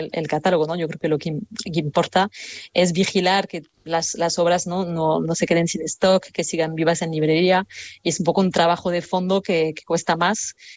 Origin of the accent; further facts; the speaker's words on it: Bilbao, Basque Country, Spain; ¿cómo se ve que soy de Bilbao y tal?